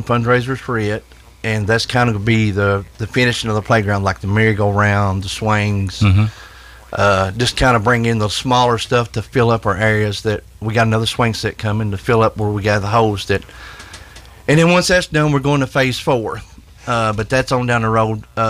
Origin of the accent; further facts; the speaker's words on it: United States; I was born and raised in District 2 out on Harris Road.